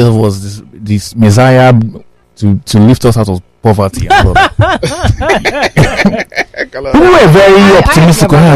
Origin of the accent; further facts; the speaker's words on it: Lekki, Lagos, Nigeria; from Lekki.